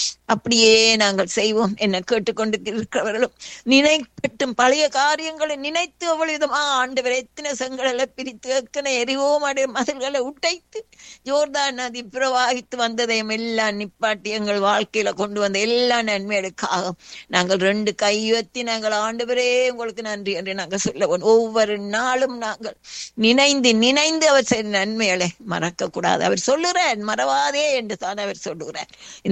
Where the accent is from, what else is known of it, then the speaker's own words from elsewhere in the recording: Sri Lanka; moved away; விசேஷமா நாங்கள் ஸ்ரீலங்கன்ஸ்